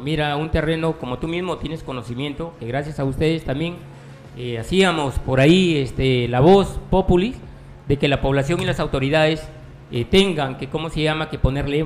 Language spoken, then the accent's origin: Spanish; Tambogrande, Piura, Peru; mi pueblo de Tambo Grande.